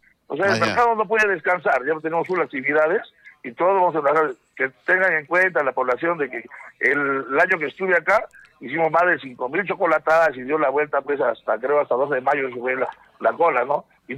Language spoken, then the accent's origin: Spanish; Arequipa, Peru; Sí, de todas maneras, como buen arequipeño, hay que darle bien, para poder trabajar de fuerza.